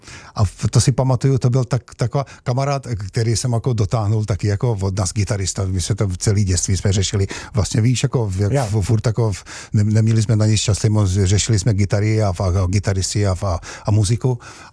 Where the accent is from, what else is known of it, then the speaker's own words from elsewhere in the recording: Šahy, Nitra Region, Slovakia; moved away; also born or lived in Šaľa, Slovakia; já jsem se narodil v Šale, bydleli jsme tam 3 roky a rodiče pak se odstěhovali do Šahy, je to hraniční přejezd, je to 60 kilometrů do Pešti